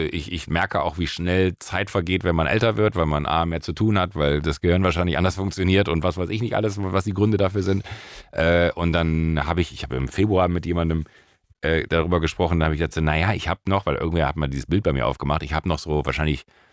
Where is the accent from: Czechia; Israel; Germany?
Germany; Rhineland; ich bin im Rheinland da groß geworden